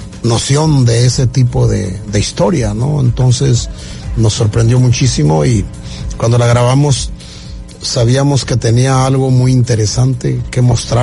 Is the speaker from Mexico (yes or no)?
yes; Mexico; Los mexicanos nos sentimos que somos muy legítimos de este país